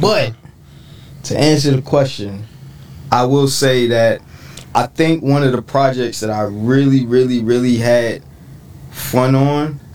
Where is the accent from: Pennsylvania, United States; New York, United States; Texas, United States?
New York, United States; New York City; You know, I grew up around Times Square.